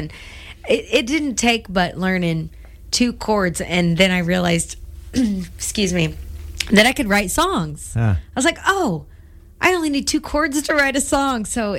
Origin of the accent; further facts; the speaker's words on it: Wichita, Kansas, United States; So I actually, you know, I'm originally from Wichita. And so I did a lot of local theater there, Crown Uptown and Century 2 and Music Theater Wichita, and was really into theater as a kid.